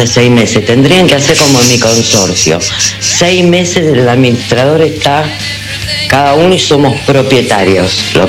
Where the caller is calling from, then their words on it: Ramos Mejía, Buenos Aires Province, Argentina; de Ramos Mejía.